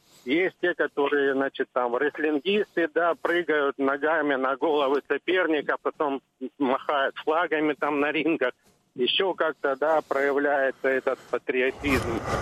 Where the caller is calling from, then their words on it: Krasnodar, Krasnodar Krai, Russia; из Краснодара.